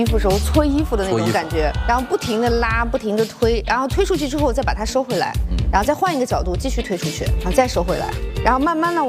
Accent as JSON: {"language": "Chinese", "region": "Shandong", "country": "China"}